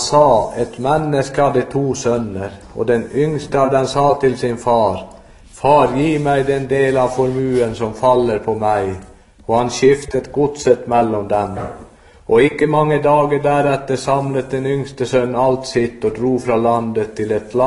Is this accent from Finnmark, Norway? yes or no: yes; Alta, Finnmark, Norway; så kommer jeg fra Alta